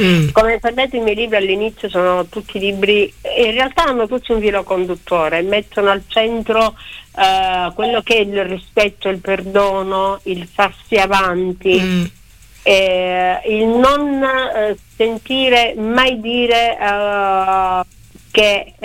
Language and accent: Italian; Sicily, Italy; Io sono siciliana, vengo da una tradizione familiare molto